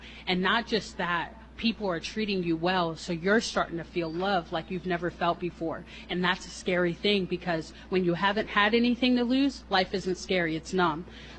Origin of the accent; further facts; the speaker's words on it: New Jersey, United States; I'm from New Jersey, and I'm now going on a 15-day backpacking trip because I came in the summer